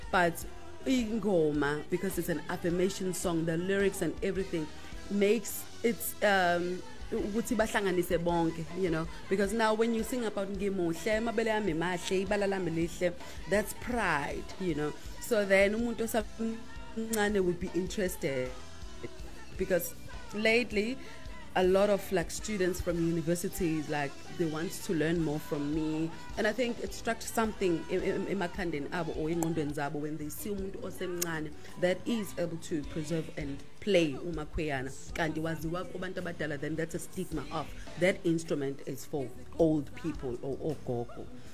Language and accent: English; Mandeni, KwaZulu-Natal, South Africa; I grew up in Mandeni, which is north of KZN. I feel like that grounds me a lot, and all the memories I had or I have around being umuntu wase Mandeni, umZulu, you know, iculture yethu